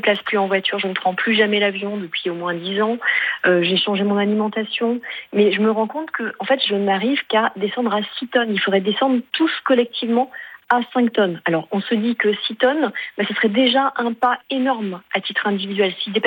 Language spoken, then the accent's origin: French; Bordeaux, Nouvelle-Aquitaine, France; Moi, je suis de Bordeaux, donc j'ai vécu en direct le premier incendie de 2022, celui de cette année.